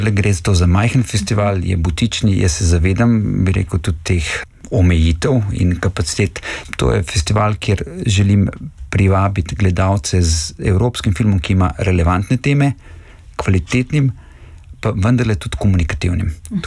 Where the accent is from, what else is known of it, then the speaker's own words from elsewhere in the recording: Brežice, Lower Sava, Slovenia; pa tudi veliko nas, prihajamo iz Brežice pa okolice, se ukvarja s filmom.